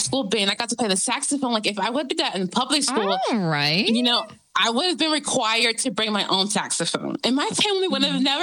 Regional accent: North Carolina, United States; my hometown, which was in the capital of the state of North Carolina, Raleigh.

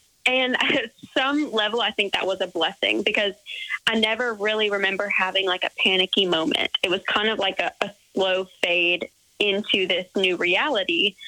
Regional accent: Georgia, United States; I'm from Georgia, West Georgia, about 45 minutes west of Atlanta. And I've lived in the same town all my life.

